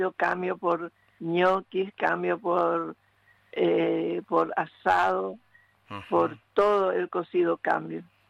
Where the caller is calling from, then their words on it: Paraguay; yo soy de Paraguay.